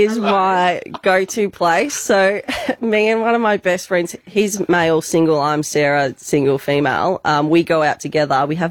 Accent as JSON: {"language": "English", "town": "Mornington Peninsula", "region": "Victoria", "country": "Australia", "said": "So I'm from the Mornington Peninsula."}